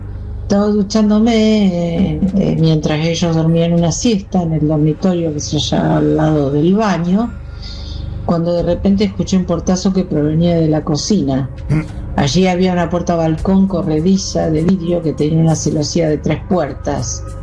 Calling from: Rosario, Santa Fe, Argentina; soy de Rosario, Santa Fe.

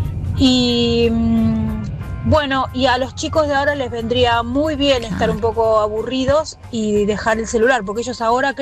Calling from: Ituzaingó, Buenos Aires Province, Argentina; de Ituzaingó.

